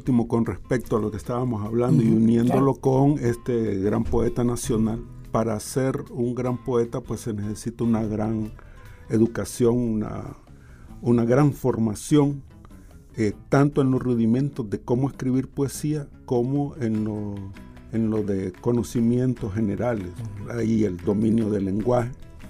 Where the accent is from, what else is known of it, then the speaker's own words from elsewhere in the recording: Tegucigalpa, Francisco Morazán, Honduras; Este poema, para los que somos de Tegucigalpa, se llama Río Grande.